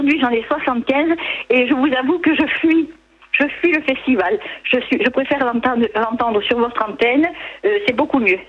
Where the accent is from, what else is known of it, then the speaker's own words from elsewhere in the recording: Cannes, Provence-Alpes-Côte d'Azur, France; comme j'étais de Cannes, il m'avait invitée parce que de temps en temps, je téléphonais pour donner des anecdotes sur Cannes